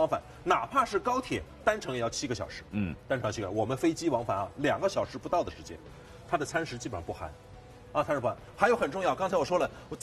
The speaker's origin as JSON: {"language": "Chinese", "country": "China"}